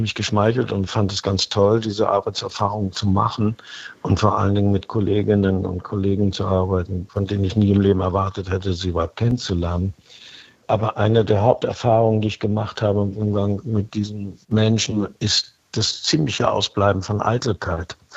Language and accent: German; Kiel, Schleswig-Holstein, Germany; Wenn ich an Kiel, wenn ich an Schleswig-Holstein denke, das ist meine Heimat, dann durchläuft mich ein warmes Gefühl im Bauch.